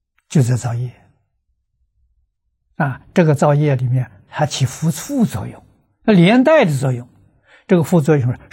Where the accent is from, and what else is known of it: China